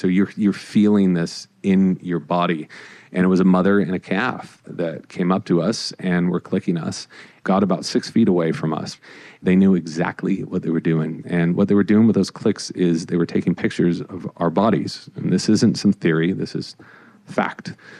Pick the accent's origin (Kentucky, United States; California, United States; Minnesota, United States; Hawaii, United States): California, United States; And I grew up in Orange County.